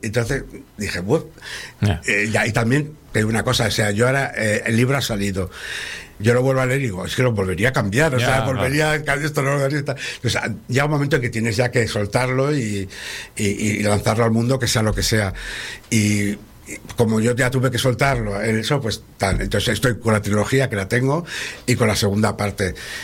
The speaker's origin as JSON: {"language": "Spanish", "town": "León", "region": "Castile and León", "country": "Spain", "tie": "born there", "said": "yo nací en León porque casualmente, en aquella época, mi madre sacó unas cátedras y eligió León, y mi padre siguió a mi madre."}